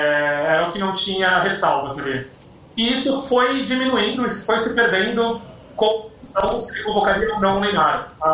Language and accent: Portuguese; Brazil; eu, como brasileiro fã de futebol